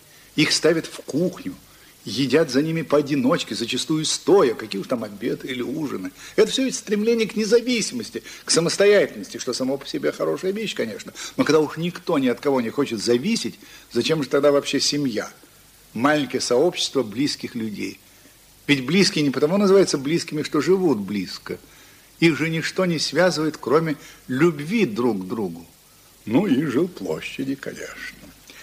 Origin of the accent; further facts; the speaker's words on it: Moscow, Russia; как москвич, влюбленный в свой город. Других я, положим, и не знаю. Я вырастал в Москве. Немножко помню старую Москву